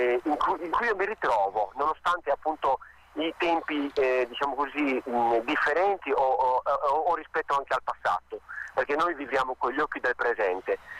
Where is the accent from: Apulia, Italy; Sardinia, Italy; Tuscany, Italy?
Sardinia, Italy; della mia terra, che quindi parte dalla Sardegna